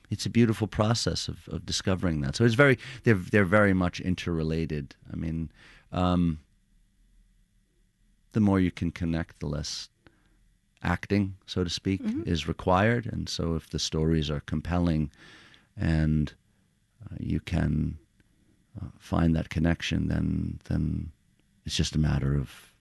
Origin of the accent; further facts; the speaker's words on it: Queens, New York, United States; And I think part of what drew me to this is an understanding of how, in growing up in Queens